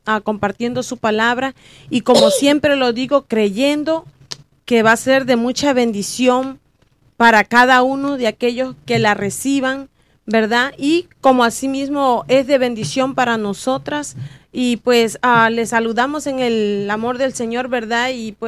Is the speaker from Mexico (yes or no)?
yes; Mexico; soy del país de México